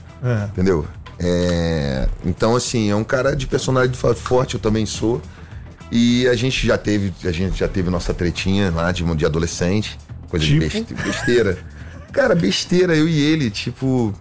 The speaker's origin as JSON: {"language": "Portuguese", "region": "Rio de Janeiro", "country": "Brazil", "said": "aí falou de um jeito diferente comigo, sou carioca"}